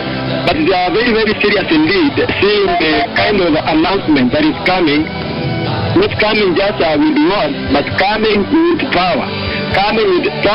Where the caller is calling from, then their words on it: Kakamega, Kakamega County, Kenya; I'm calling you from Kakamega.